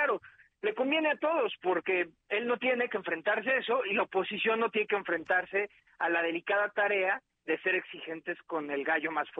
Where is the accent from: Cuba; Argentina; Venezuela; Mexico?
Mexico; el hecho de que como mexicanos le estemos dando como el pase automático, a mí parece muy poco exigente.